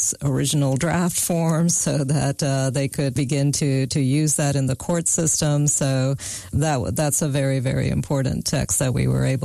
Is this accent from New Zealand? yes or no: no; Georgia, United States; English is a second language; also born or lived in India; you know, I couldn't speak any English when we first arrived here, and I had to start kindergarten a few months after our arrival